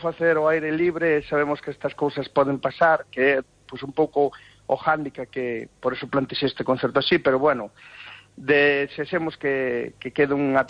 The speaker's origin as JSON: {"language": "Galician", "region": "Galicia", "country": "Spain", "said": "que temos que, como galegos, pois unirnos"}